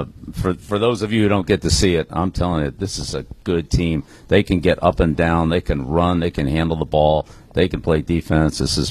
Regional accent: Maryland, United States; I grew up in Maryland, and there's two things that are really important in Maryland: lacrosse and crabs.

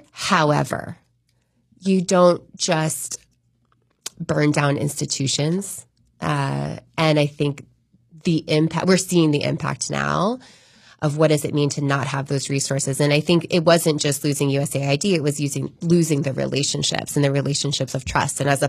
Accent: Raleigh, North Carolina, United States; So my parents were divorced when I was 5, and my mom lived in North Raleigh, and my dad lived in South Raleigh and Southeast Raleigh when I was really little.

